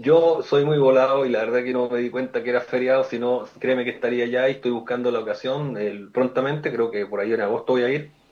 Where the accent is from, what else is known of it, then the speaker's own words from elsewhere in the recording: Santiago, Santiago Metropolitan Region, Chile; me gusta turistear como buen santiaguino